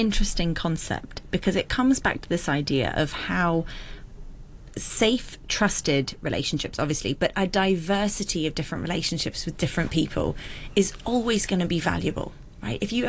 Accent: Hong Kong; born there; when we were younger growing up in Hong Kong

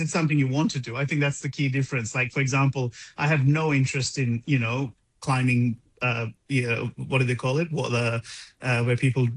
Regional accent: Colombo, Western Province, Sri Lanka; also born or lived in Melbourne; growing up in Sri Lanka in Colombo as well, and then Melbourne

